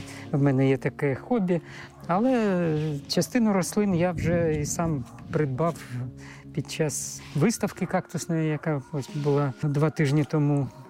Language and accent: Ukrainian; Donetsk, Donetsk Oblast, Ukraine; Я постійний мешканець Донецька, корінний донеччанин, в п'ятому поколінні. Народився в родині лікаря і сам працював все життя лікарем.